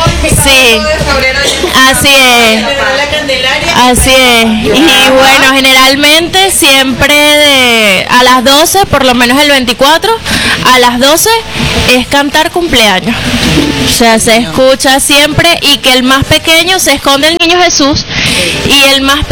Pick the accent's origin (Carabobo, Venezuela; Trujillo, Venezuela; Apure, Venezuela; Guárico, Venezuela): Guárico, Venezuela; Valle de la Pascua; moved away; yo vengo de Valle de la Pascua.